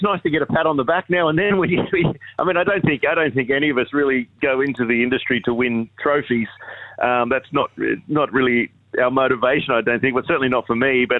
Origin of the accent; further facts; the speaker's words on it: Wagga Wagga, New South Wales, Australia; moved away; Yeah, Wagga's a great town. You know, it's always been really kind to me. I grew up there, so it's my hometown.